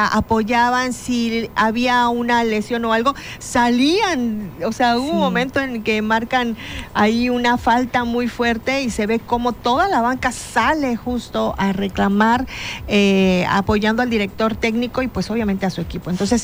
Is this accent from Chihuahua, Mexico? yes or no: no; Celaya, Guanajuato, Mexico; now in Quintana Roo, Mexico; yo soy de Celaya, Guanajuato.